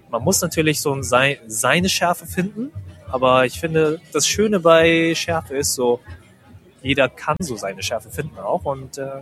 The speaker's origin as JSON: {"language": "German", "country": "Germany", "tie": "born there", "said": "Also ich bin hier geboren in Deutschland, ne? Aber meine Eltern sind beide aus Korea und sprechen zu Hause natürlich auch Koreanisch dann."}